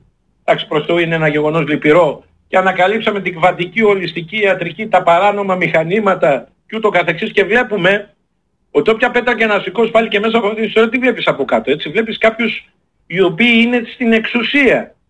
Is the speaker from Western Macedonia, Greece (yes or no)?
yes; Florina, Western Macedonia, Greece; Εγώ είμαι ως Έλληνας Μακεδόνας που γεννήθηκα μεγάλο στη Φλόρινα.